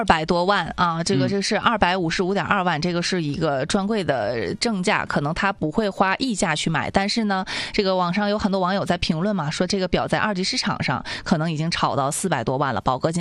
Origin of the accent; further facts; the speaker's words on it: Northeast China, China; 用我们东北话